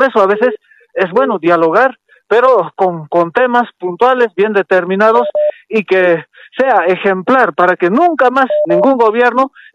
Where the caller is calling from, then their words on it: Oruro, Bolivia; Buen día, don Rubén Quispe, desde Oruro.